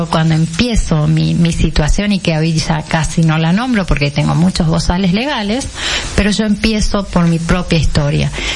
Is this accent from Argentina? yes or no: yes; Argentina